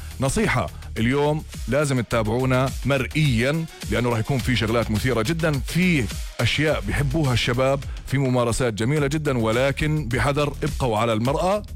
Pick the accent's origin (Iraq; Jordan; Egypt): Jordan; عندنا في الأردن تحديدا،